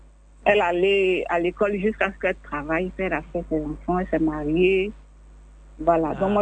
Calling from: Abidjan, Côte d’Ivoire; J'appelle de Yopougon.

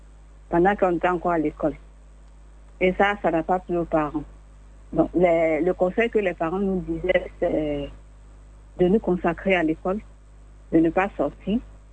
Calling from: Abidjan, Côte d’Ivoire; J'appelle de Yopougon.

